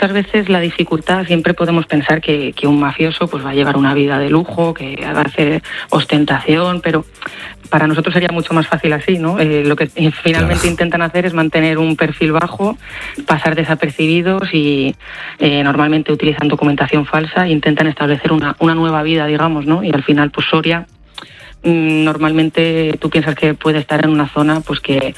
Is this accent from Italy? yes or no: yes; Italy; Spanish is a second language; Y luego también, un poco siendo italiano, España e Italia son países muy similares